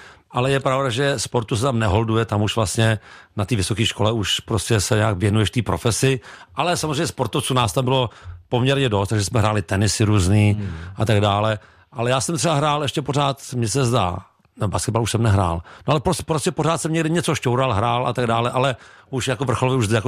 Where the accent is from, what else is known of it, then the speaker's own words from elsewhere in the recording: Prague, Czechia; A narodil jsem se na bojišti Praha 2, celý život jsem jako v Praze